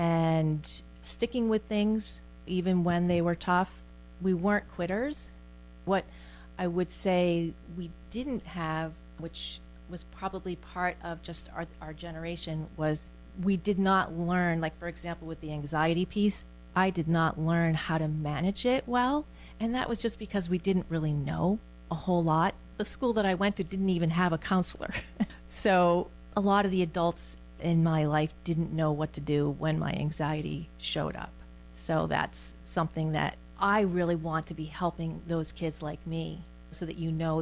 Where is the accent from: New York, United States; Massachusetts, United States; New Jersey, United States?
Massachusetts, United States; North Attleboro; I'm one of four kids. I grew up in North Attleboro in Massachusetts.